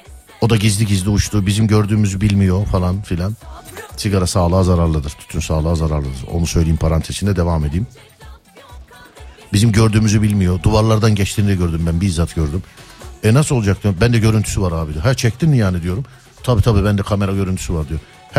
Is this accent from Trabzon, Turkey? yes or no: no; Istanbul, Turkey; Söylüyorum bir İstanbullu olarak.